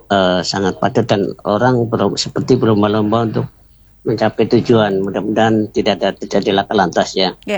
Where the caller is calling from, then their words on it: Bintan Timur, Riau Islands, Indonesia; Ya, kami dari Bintan Timur yang menyampaikan informasi tentang cuaca pagi ini cerah berawan.